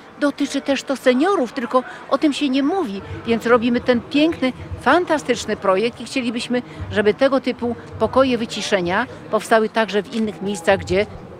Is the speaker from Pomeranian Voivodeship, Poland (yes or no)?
yes; Gdańsk, Pomeranian Voivodeship, Poland; jestem gdańszczanką, ale śmieję się, że ja mam taką naturę poznanianki